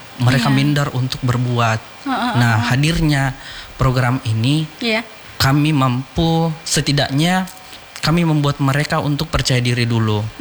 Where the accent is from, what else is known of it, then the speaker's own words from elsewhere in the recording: Bulukumba, South Sulawesi, Indonesia; di kampung kami, khususnya di Kabupaten Bulukumba, Kak, itu tepatnya di Desa Bonto Bulaeng, Kecamatan Bulukumba. Nah, di sana terus terang masih banyak, karena kami termasuk desa terpencil ya.